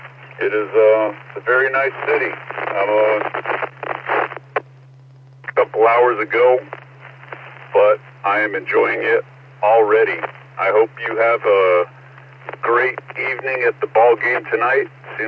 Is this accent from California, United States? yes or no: no; Denver, Colorado, United States; Well, I am visiting from Colorado. Right now I am in Arkadelphia to go to a college graduation tomorrow. And I was so excited just to get away from the snow up in Denver we got earlier this week.